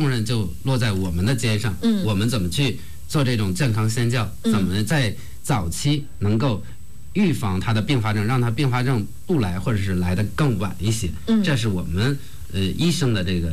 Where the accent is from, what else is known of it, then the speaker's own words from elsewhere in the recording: China; 咱们就是中国人的这种烹饪可能油脂的含量还稍微高一点